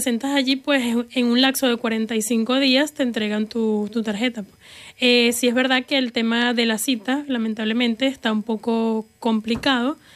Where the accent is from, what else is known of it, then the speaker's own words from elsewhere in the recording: Venezuela; Claro, claro, claro que me gustaría volver a Venezuela. Ya está mi familia, es mi tierra, es mi país.